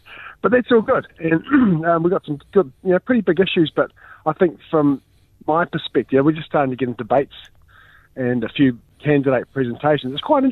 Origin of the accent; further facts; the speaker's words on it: Hawke's Bay, New Zealand; I'm from Tuki Tuki. My parents, you know, on dad's side, the shearers from Bridge Par, and mum's side, the orchardist from Hastings. So we've been here for a long while.